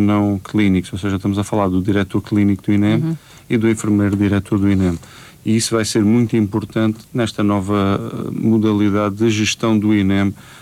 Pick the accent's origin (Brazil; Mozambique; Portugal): Portugal; dos nossos, que nós, como portugueses, pagamos.